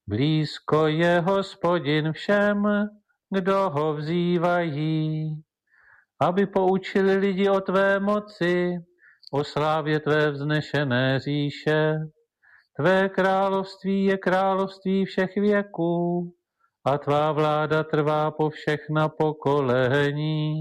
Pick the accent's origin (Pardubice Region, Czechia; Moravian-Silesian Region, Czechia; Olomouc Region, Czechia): Pardubice Region, Czechia; Pardubice; moved away; Já pocházím z Pardubic původem, takže tam jsem chodil do kostela arciděkanského, který je zasvěcený svatému Bartolomějovi.